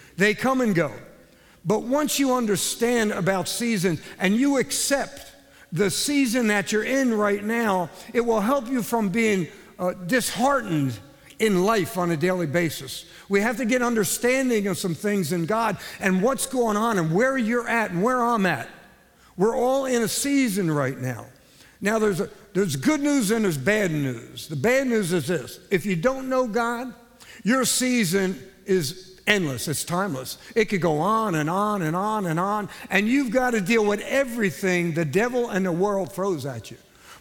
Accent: Gettysburg, Pennsylvania, United States; now in Louisiana, United States; I'm a Yankee. I'm a Civil War actor from Gettysburg, PA. I'm a Yankee, okay? I'm from Pennsylvania.

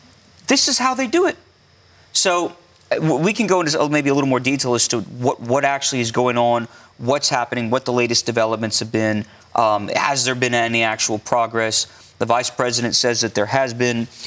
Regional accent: United States; as an American citizen, as a Christian.

